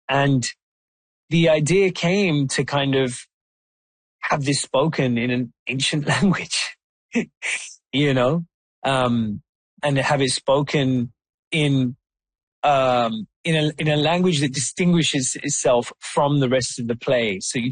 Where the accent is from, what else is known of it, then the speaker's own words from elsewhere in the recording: Wembley, London, United Kingdom; I was like, this is exactly like growing up in Wembley.